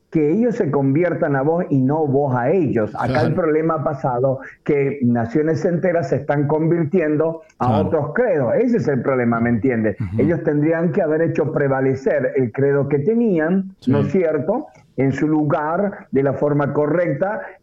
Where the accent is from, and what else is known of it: Argentina